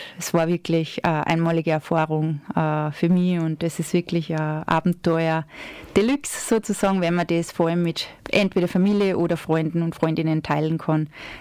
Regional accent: Bad Ischl, Upper Austria, Austria; now in Leogang, Austria; wo ich noch nicht in Leogang gewohnt habe, nämlich meine Heimatstadt ist ja Bad Ischl im Salzkammergut.

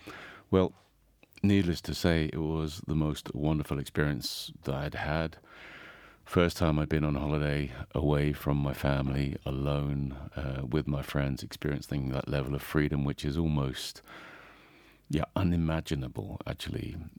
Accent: England, United Kingdom; now in Zell am See, Austria; from England, the guy who lives in Zellamsee, works as a ski instructor.

